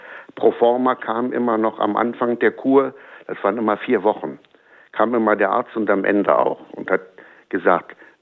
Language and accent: German; Herzfelde, Brandenburg, Germany; Also wir hatten bei uns in Herzfelde, wir hatten einen ganz guten Priester